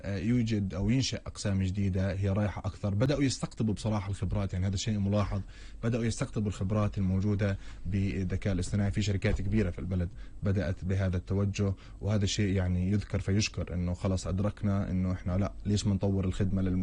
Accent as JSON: {"language": "Arabic", "country": "Palestine"}